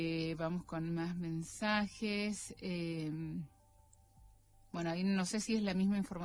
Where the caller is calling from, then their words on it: Villa Mercedes, San Luis, Argentina; Desde ya, gracias y feliz y bendecido miércoles, ya estamos en sintonía, somos de Villa Mercedes.